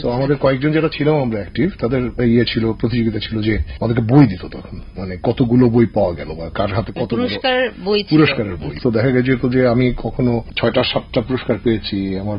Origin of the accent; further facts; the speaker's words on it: Dhaka, Dhaka Division, Bangladesh; আমি একটা সরকারি স্কুলের ছাত্র ঢাকার, আমার জন্ম এবং বেড়ে ওঠা দুটোই ঢাকায়।